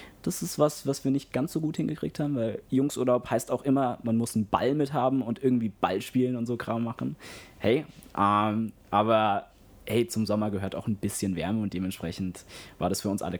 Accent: Germany; moved away as an adult; now in Salzburg, Austria; Ich bin mal zwischenzeitlich in meine Heimat gefahren. Ich komme nicht aus Salzburg, sondern aus Deutschland

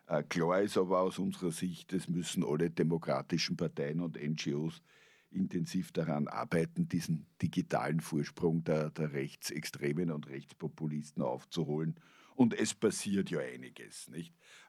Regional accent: Austria; Da sind wir Österreicher geschichtsbedingt um einiges noch schlampiger als die Deutschen.

